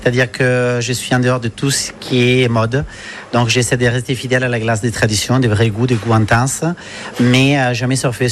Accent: Italy; accent: Italian; French is a second language; moved away as an adult; now in La Ciotat, France; c'est un accent italien en effet. Moi je suis italien de naissance, j'ai grandi en Italie, j'ai jusqu'à mes 21 ans dans mon pays natal et depuis 2007 vraiment de manière stable à la Ciotat. Donc oui, je suis quand même un vrai ciotadin d'adoption.

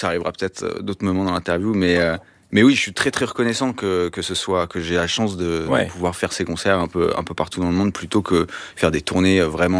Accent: Vouvray, Centre-Val de Loire, France; J'ai grandi à Tours dans un village qui s'appelle Vouvray

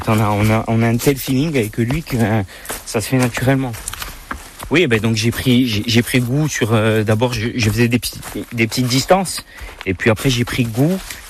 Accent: Scat, Corsica, France; Le confinement, j'ai pu le passer au village, chez moi, à Scat. Donc avec toute ma famille.

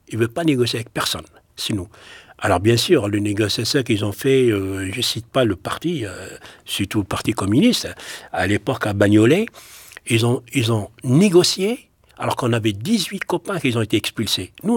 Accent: Algeria; now in France; on a quitté l'Algérie, on a pensé c'est fini, on ne les trouve plus.

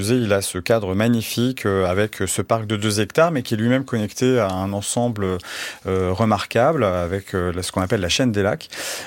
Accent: Normandy, France; now in Lille, France; Moi, je suis aussi venu à Lille pour ça. Je suis pas lillois, je viens de Normandie

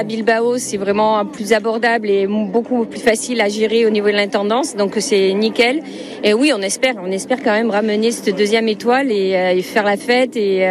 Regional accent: Bègles, Nouvelle-Aquitaine, France; on a grandi à Bègles, à Musard, dans les gradins de Musard.

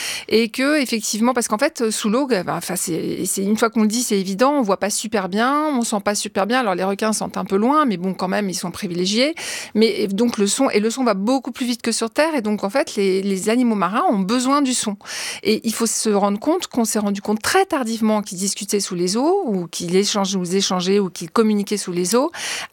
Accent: Corsica, France

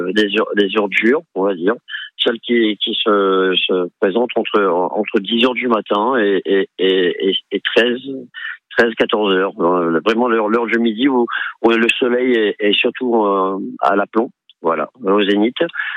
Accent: Réunion; Et je suis de La Réunion.

